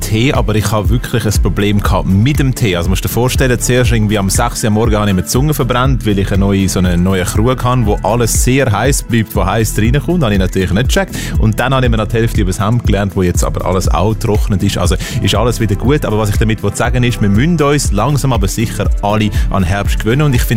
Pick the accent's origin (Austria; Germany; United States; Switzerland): Switzerland; Zürich, Zurich; wir haben Grund zu feiern als Zürcher.